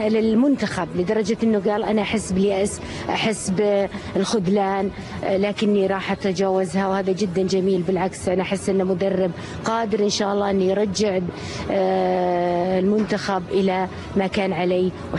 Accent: Saudi Arabia; وأنا كسعودية

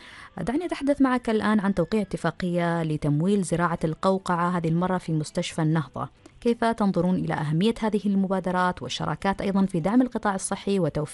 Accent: Oman; عندنا في سلطنة عمان

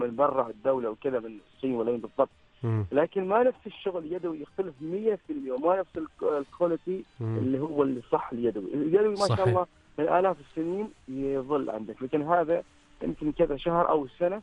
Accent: Oman; متوفرة في عندنا في سلطنة عمان الحمد لله

